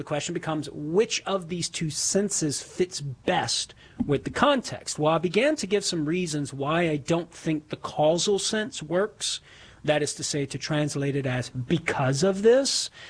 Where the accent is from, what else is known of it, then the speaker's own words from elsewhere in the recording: Louisiana, United States; For me, it can't recognize my accent sometimes. Like, so when I try to... Man … from Southern Louisiana, you know, and I try to talk into it with my accent.